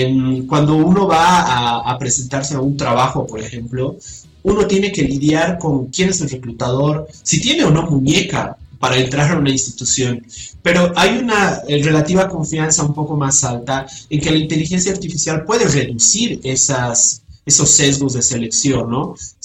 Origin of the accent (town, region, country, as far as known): Bolivia